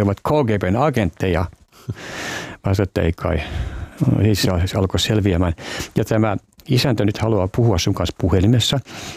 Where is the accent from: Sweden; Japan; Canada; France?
Canada; mä oon kasvanut englanninkielisessä maailmassa Kanadassa